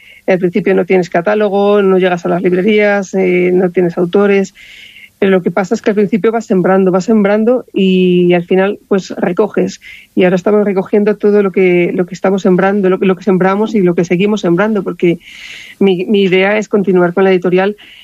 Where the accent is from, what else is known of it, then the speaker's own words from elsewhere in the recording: Ávila, Castile and León, Spain; moved away as an adult; now in Madrid, Spain; aunque ahora estamos en Madrid, pero nuestra vinculación con Ávila sigue muy latente y lo va a seguir siendo, porque Ávila sigue siendo mi tierra, mi casa.